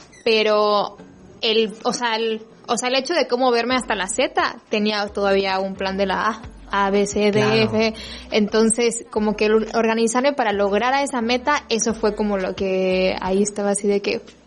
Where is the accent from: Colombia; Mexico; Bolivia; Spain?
Mexico; Campeche; moved away as an adult; also born or lived in Mexico City; yo pues toda mi vida estuve en Campeche, me fui a Ciudad de México para estudiar una carrera